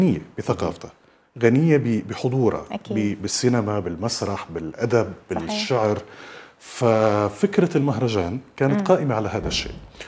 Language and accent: Arabic; Syria; إحنا سوريين، فكسوريين